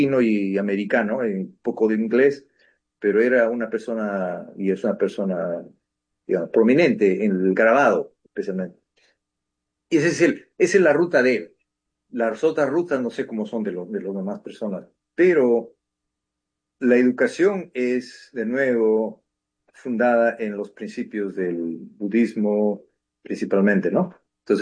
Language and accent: Spanish; Peru; yo soy peruano.